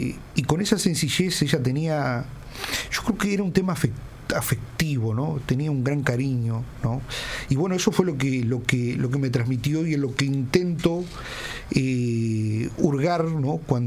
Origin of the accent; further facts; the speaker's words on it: San Gregorio de Polanco, Tacuarembó, Uruguay; born there; mi San Gregorio de Polanco, en mi pueblo.